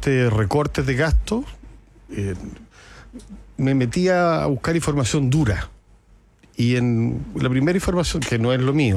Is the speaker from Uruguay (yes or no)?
no; Chile